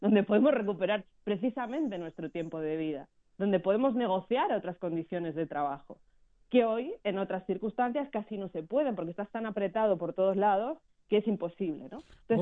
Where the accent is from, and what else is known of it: Spain; moved away; also born or lived in Buenos Aires, Argentina